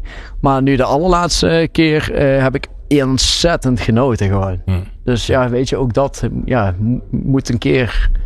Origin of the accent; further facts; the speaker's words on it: Mierlo, North Brabant, Netherlands; En ik ben geboren getogen in Mierlo.